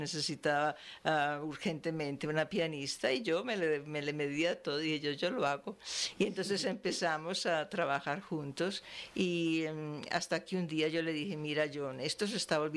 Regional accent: Medellín, Antioquia, Colombia; moved away as an adult; also born or lived in Naples, Italy / New York, United States; yo nací en Medellín.

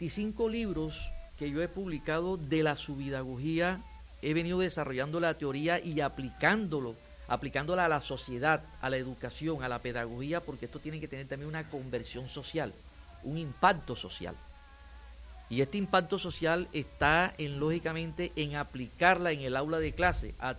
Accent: Colombia; moved away; cuando llego a mi pueblo, Arache, y veo las escuelas donde yo estudié

